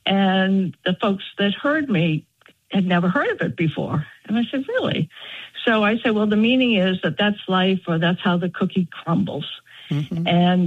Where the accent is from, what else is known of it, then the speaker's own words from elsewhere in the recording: Arlington, Massachusetts, United States; also born or lived in New York City; So I grew up in Boston, or a town outside of Boston, Arlington. And in the early 80s, I moved to New York City.